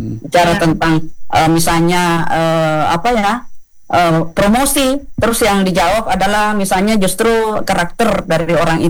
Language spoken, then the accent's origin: Indonesian; South Sulawesi, Indonesia; accent: Bugis; saya maaf pakai logat Bugis.